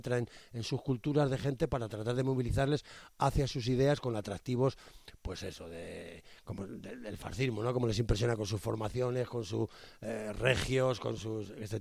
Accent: Spain

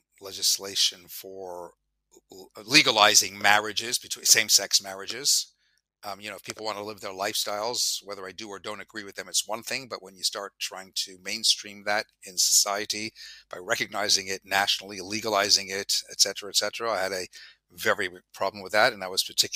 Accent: Toronto, Ontario, Canada; moved away; I grew up obviously in Toronto

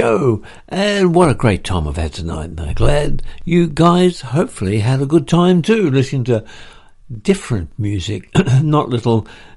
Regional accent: Victoria, Australia; moved away; where I lived in Australia, well, there was still steam engines when I was a kid

